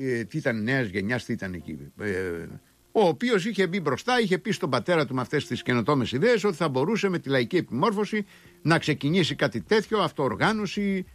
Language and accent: Greek; Crete, Greece; μέχρι που ανακάλυψα ότι έρχονται γιαούρτια στην Αθήνα από το χωριό μου, από το οροπέδιο Λασιθίου.